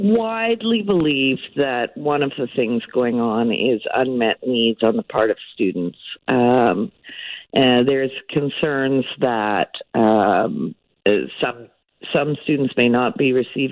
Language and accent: English; Ontario, Canada; I'm from Ontario.